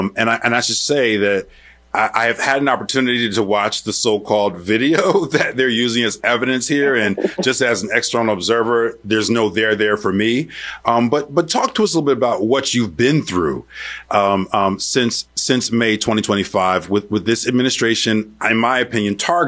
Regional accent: Newark, New Jersey, United States; I'm from Newark, New Jersey, so you represent my hometown

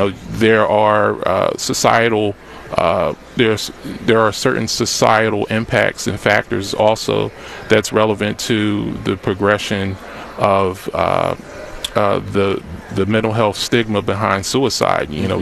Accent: Philadelphia, Pennsylvania, United States; I grew up in West Philly

